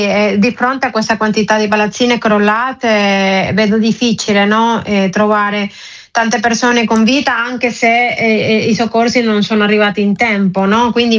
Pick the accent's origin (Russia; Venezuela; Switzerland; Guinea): Venezuela; now in Rome, Italy